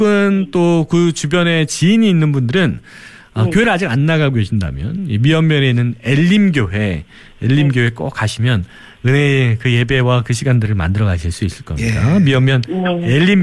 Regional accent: Chungcheong, South Korea; 제가 올 1월까지는 서울에서 방송을 했었고 이제는 우리 자랑스러운 저의 고향 충청도에서 여러분들과 함께하고 있습니다.

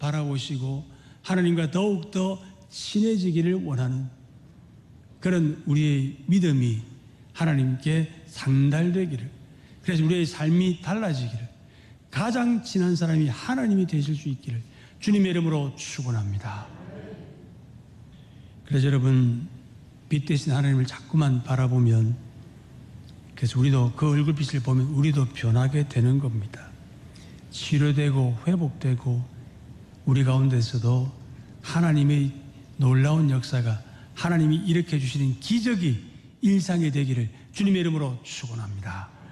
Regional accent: South Korea

